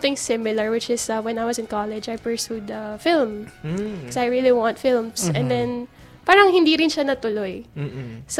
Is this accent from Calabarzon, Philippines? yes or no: no; Manila, Metro Manila, Philippines; And at the time po, I'm not from Laguna. I'm really from Manila. So lumaki po kaming Maynila.